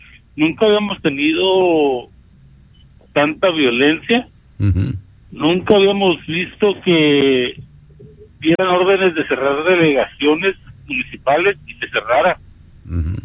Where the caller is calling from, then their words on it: Mexicali, Baja California, Mexico; Acá de la Baja California, Mexicali, del Valle.